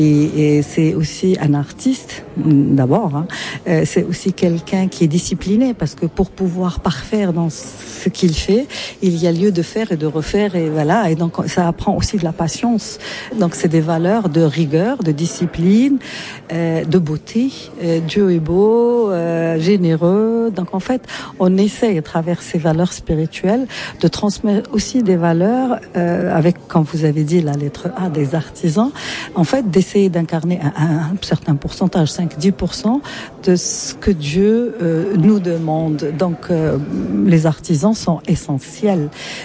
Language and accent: French; Chefchaouen, Tanger-Tetouan-Al Hoceima, Morocco; Je suis originaire de Chefchaouen. Je viens d'une famille soufie … On vient du lignée de descendance du prophète Mohammed sallallahu alayhi wa sallam.